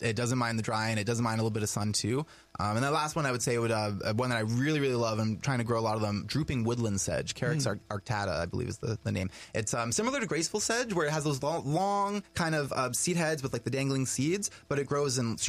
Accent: Peterborough, Ontario, Canada; now in Haliburton, Canada; So I come from Peterborough.

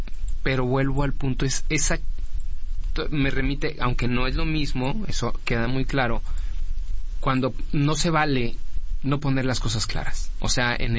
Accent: Mexico; yo soy mexicano y también como mexicano también tengo derecho.

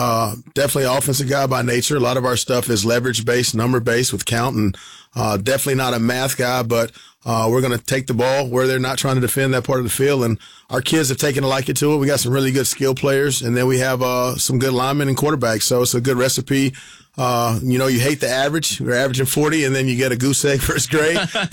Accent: Sumter, South Carolina, United States; I'm from Sumter, like, not even an hour down the road.

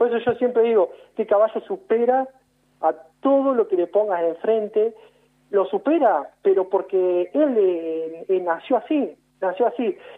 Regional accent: Buchardo, Córdoba, Argentina; que es de mi pueblo, de Buchardo, somos amigos

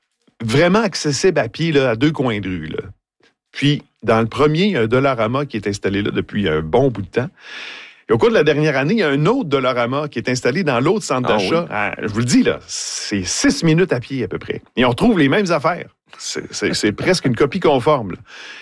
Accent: Quebec, Canada; Moi, je suis originaire de l'Abitibi-Ouest.

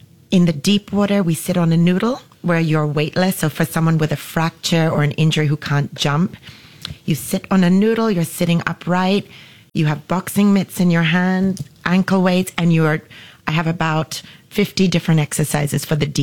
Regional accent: Sri Lanka; also born or lived in Maldives; now in Singapore; I was born in Sri Lanka, spent a lot of time in Sri Lanka and the Maldives because my dad had a garment factory.

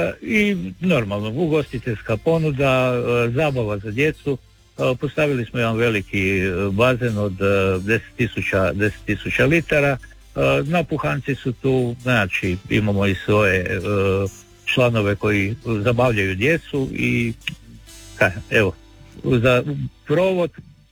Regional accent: Čabar, Primorje-Gorski Kotar County, Croatia; Ja sam rođen u Čabru, živim u Čabru, evo, jednostavno u mojim godinama više ne planiram da ću bilo gdje drugdje otići. Znači, obitelj, djeca, svi smo nekako vezani u Čabar

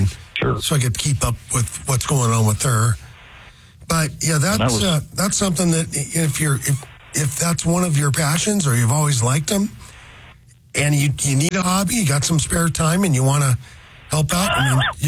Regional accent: Seattle, Washington, United States; I was from Ballard, so...

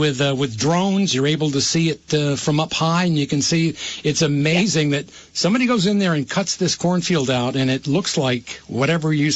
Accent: Burlington, Vermont, United States; And, you know, I grew up in Burlington

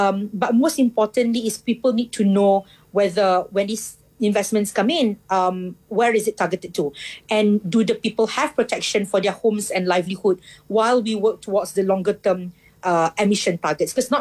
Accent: Johor, Malaysia; I come from Johor

